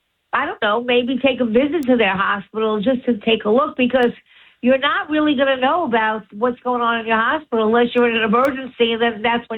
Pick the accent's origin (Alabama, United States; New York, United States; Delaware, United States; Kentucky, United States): New York, United States; But up until then, because I'm a New Yorker, I don't know the hospitals in Florida